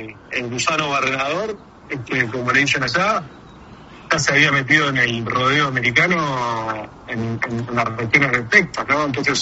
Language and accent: Spanish; Argentina; otros países como Argentina que estamos en proceso